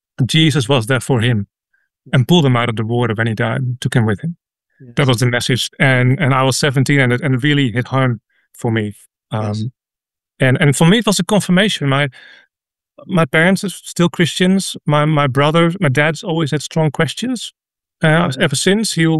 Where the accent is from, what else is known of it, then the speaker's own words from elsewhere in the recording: Netherlands; now in Australia; Well, I grew up in the Bible Belt in the Netherlands. So I grew up in the middle, Dutch Reformed family, went to a Dutch Reformed church